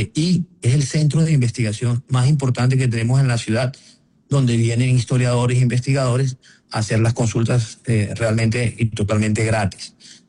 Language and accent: Spanish; Barranquilla, Atlántico, Colombia; yo como barranquillero, yo me siento muy orgulloso de que el presidente electo visto de poder gobernar de las regiones